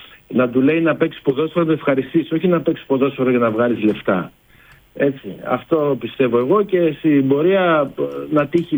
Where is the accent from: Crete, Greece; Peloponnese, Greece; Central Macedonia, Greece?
Peloponnese, Greece; Εγώ είμαι από την Αρκαδία.